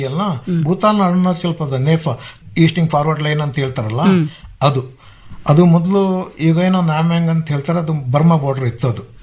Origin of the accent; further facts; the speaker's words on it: Kodagu, Karnataka, India; ನಾವು ಕೊಡಗಿನಲ್ಲಿ ಕಾಡಲ್ಲಿ ಬೆಳೆದವರು ಹಾಗಾಗಿ ನಮ್ಗೆಲ್ಲ ಗೊತ್ತಿತ್ತು.